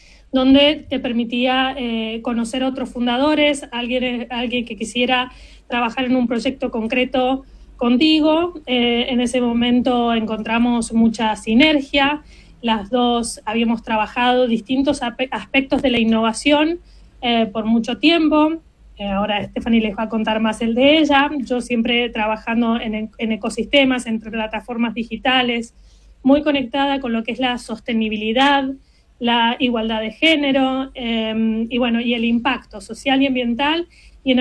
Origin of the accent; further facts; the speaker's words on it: Argentina; moved away as an adult; now in Europe; Bueno, yo soy argentina, pero migré hacia Europa hace un poco más de 3 años.